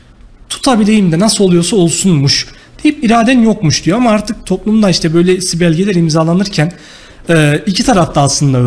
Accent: Talas, Kayseri, Turkey; also born or lived in Istanbul; Kayseri Talaslıyım. 1997 doğumluyum. İlk orta ve lise öğrenimimi Kayseri'de tamamladım. Daha sonra üniversite için İstanbul'a gittim.

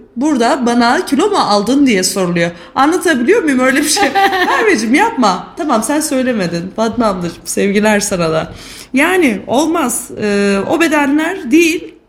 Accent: Sivas, Turkey; born there; ben de Sivas doğumluyum mesela.

